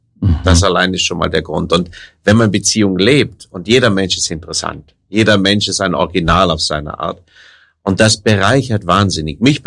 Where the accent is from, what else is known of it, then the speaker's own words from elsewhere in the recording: Rhineland, Germany; Ich bin ein Rheinländer, ja